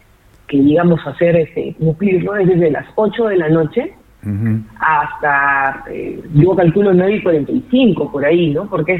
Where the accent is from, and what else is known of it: Peru